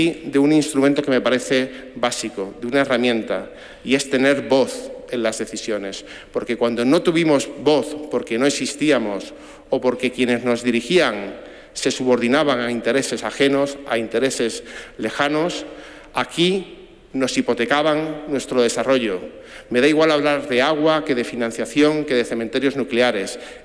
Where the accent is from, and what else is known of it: Castilla-La Mancha, Spain